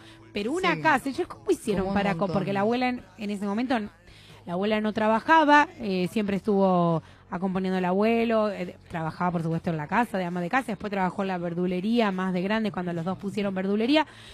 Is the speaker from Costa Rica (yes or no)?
no; Argentina; no es tan malo vivir en nuestro país.